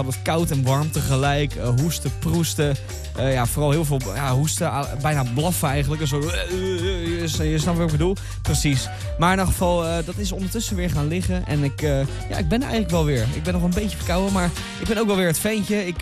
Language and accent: Dutch; Netherlands; Want ik ben toch een Hollander.